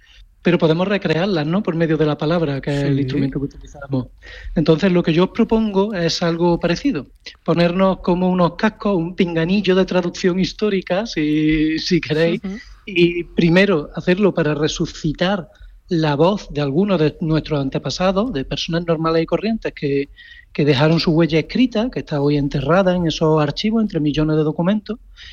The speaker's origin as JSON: {"language": "Spanish", "town": "Córdoba", "region": "Andalusia", "country": "Spain", "said": "como decimos en Córdoba."}